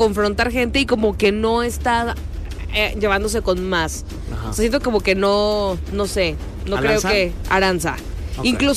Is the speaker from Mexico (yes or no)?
yes; Mexico; Pues saben que soy de México, yo como chile.